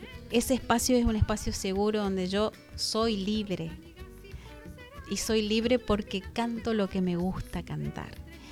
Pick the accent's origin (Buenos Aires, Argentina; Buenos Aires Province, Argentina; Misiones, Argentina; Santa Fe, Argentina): Santa Fe, Argentina; Reconquista; Extraño mi tierra, extraño mi gente. Por eso vivo en Reconquista.